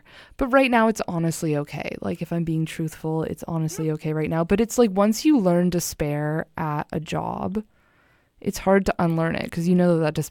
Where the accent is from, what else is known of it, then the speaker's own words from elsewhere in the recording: Ontario, Canada; moved away; Me as well, in Ontario.